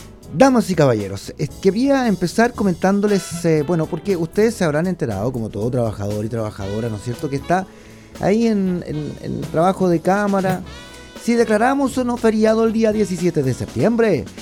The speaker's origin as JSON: {"language": "Spanish", "country": "Chile", "said": "esta celebración tan desmesurada que nos caracteriza como chilenos y chilenas"}